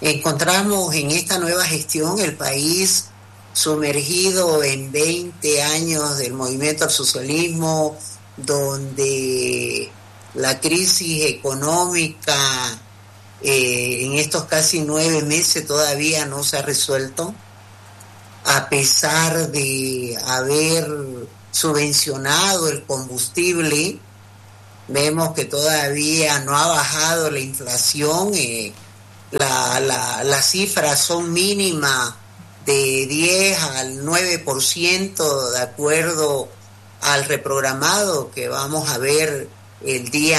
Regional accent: Santa Cruz, Bolivia; porque también nosotros que somos de Santa Cruz hemos visto todos los casos escandalosos con el tema de corrupción

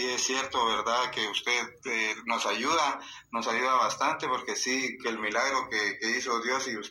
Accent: Tiquizate, Escuintla, Guatemala; De Tiquizate, de Escuintla.

